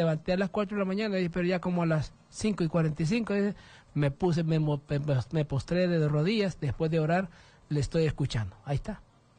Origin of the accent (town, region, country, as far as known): Honduras